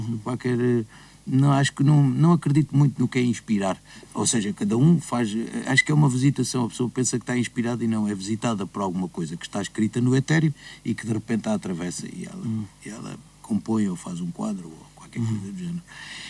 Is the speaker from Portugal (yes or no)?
yes; Lisbon, Portugal; now in Alentejo, Portugal; eu sou de Lisboa, vivo é no Alentejo